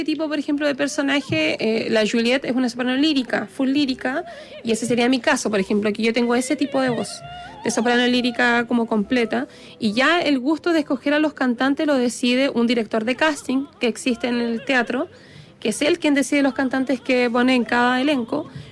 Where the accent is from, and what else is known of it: Guayacán, Coquimbo, Chile